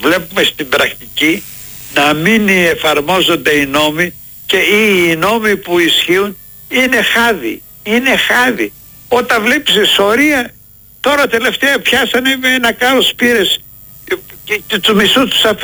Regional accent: Greece; Μιλάει λίγο και το ένστικτό μας της παρανομίας σαν Έλληνες.

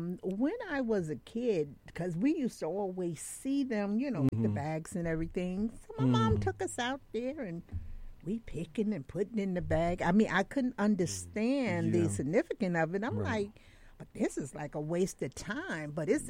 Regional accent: Mississippi, United States; I'm from Mississippi.

